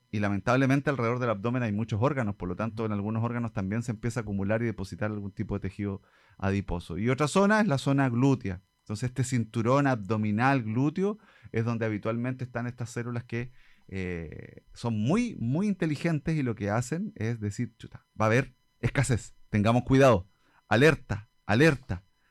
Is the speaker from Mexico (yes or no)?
no; Osorno, Los Lagos, Chile; Partimos por Osorno porque es nuestra prioridad. Somos Osorno, somos de Osorno.